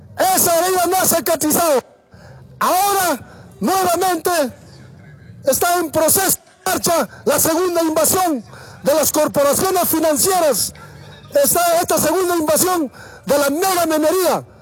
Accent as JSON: {"language": "Spanish", "region": "Cusco", "country": "Peru", "said": "venimos desde la capital del Tahuantinsuyo, del milenario Cusco, Perú"}